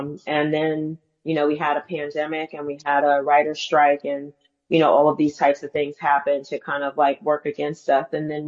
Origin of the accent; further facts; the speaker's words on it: New York City, New York, United States; I grew up in Harlem